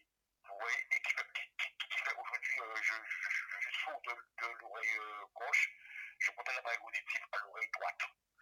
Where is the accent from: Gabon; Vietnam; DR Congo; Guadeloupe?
Guadeloupe; now in France; moi, je suis un Guadeloupéen, et j'ai le mental, et la force de tenir malgré tout. Même si c'est dur, mais je sais qu'un jour, que, voilà, tout ça va se terminer, et puis je rentrerai chez moi en Guadeloupe